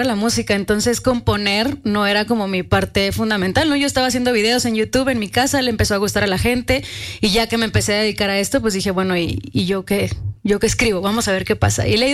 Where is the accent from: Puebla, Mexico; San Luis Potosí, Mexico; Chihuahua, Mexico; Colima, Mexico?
Chihuahua, Mexico; Delicias; Justo este EP es de mi infancia en Chihuahua. Yo crecí, repito, en Delicias.